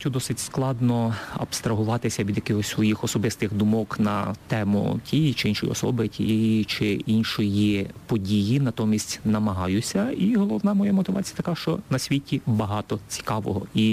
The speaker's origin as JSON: {"language": "Ukrainian", "region": "Khmelnytskyi Oblast", "country": "Ukraine", "said": "вона вінничанка, тобто майже моя землячка, сам я із Хмельниччини"}